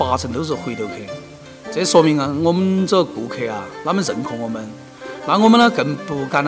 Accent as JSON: {"language": "Chinese", "region": "Guizhou", "country": "China", "said": "贵州人呢喜欢吃酸，在我们当地呢有句话叫来呢是三天不吃酸，走路打串串。"}